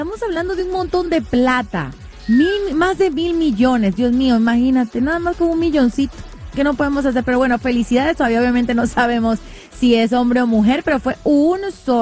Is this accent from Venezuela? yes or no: yes; Venezuela; moved away; yo soy de Venezuela